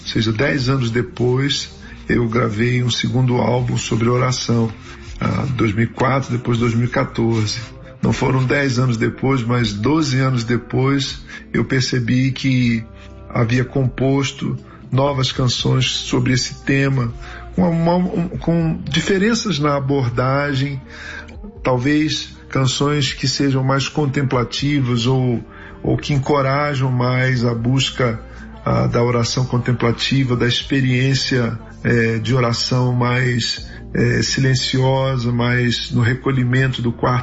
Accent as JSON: {"language": "Portuguese", "region": "Rio de Janeiro", "country": "Brazil", "said": "Nós somos cariocas, então ele sempre gostou muito de chorinho, roda de choro, a música instrumental."}